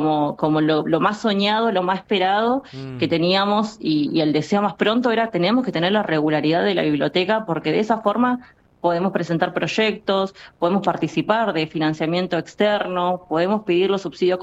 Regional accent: Río Grande, Tierra del Fuego, Argentina; somos fueguinas, nacimos y nos criamos y vivimos en Río Grande

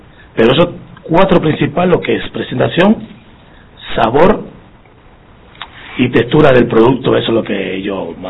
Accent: Dominican Republic; now in Argentina; Eso es desayuno privilegiado en mi país.

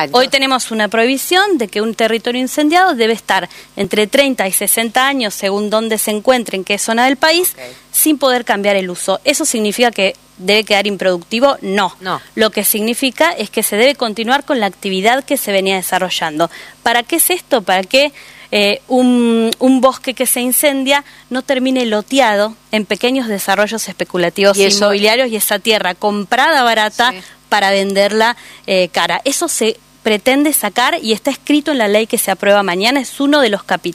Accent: San Carlos de Bariloche, Río Negro, Argentina; Yo soy patagónica, soy de San Carlos de Bariloche

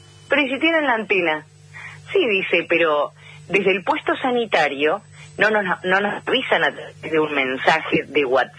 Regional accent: Trelew, Chubut, Argentina; born there; Trelew, Chubut, nací yo. Mi papá estaba alrededor de 200 kilómetros, ruta 3 al sur.

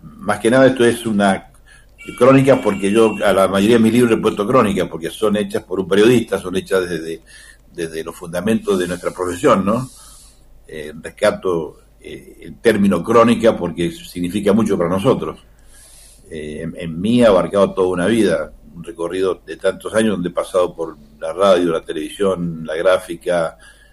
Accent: Mendoza, Argentina

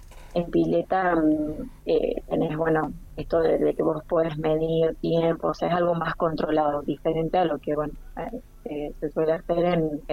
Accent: Caleta Olivia, Santa Cruz, Argentina; born there; Mis papás no, yo y mis hermanos sí, nacimos todos en Caleta.

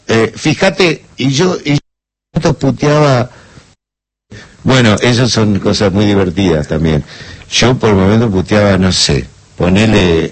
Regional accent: Argentina

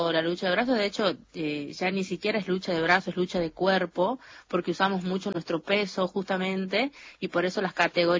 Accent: San Miguel de Tucumán, Tucumán, Argentina; now in Yerba Buena, Argentina; toda mi vida viví en Tucumán capital. Y ahora vivo en Yerba Buena, que es como a 20 minutos de capital.

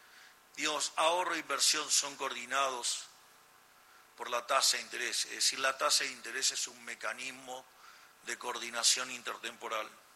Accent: Argentina

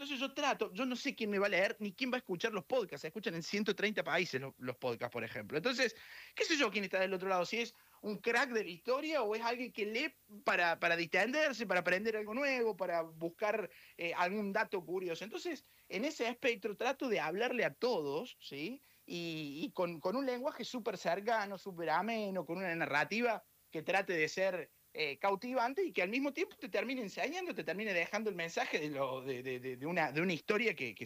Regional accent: Córdoba, Argentina; Sí, pero que los cordobeses tenemos ahí una rapidez

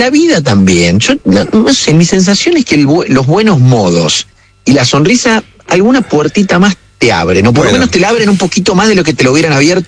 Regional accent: Córdoba, Argentina; born there; En la ciudad de Córdoba.

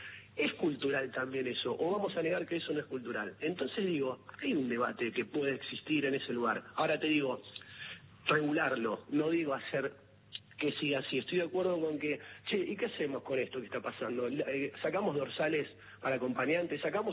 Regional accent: Argentina; ¿Por qué vamos a cambiar la cultura argentina? Esta tan linda que tenemos nosotros, que somos latinos, que no somos Nueva York, que no somos Yankee

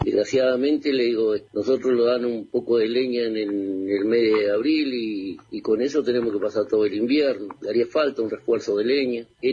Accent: Argentina

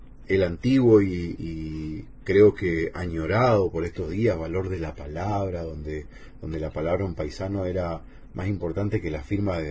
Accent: Corrientes, Argentina; nuestra música correntina

